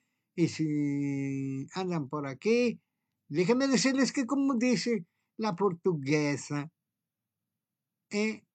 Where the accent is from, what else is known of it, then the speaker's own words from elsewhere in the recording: Mexico; soy mexicano, I am Mexican, y pues no domino el inglés.